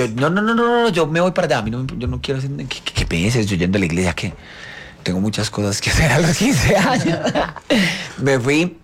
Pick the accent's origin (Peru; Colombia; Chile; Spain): Colombia; ir a hablar sobre mi canción en Colombia, que es mi país de origen